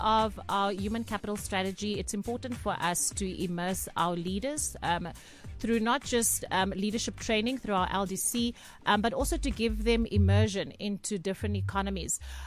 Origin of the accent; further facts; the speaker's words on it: Johannesburg, Gauteng, South Africa; also born or lived in Western Cape; I am from Johannesburg, born and bred, but also the Western Cape. So yes, this is my space.